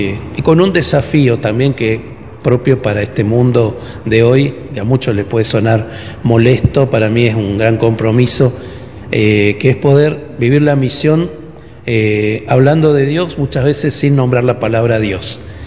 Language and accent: Spanish; Itatí, Corrientes, Argentina; born there; Bueno, yo nací en Itatí.